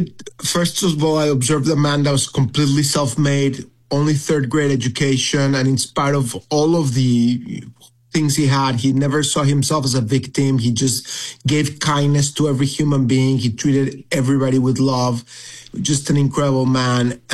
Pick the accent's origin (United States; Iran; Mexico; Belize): Mexico; I grew up in Mexico. My father grew up in Lithuania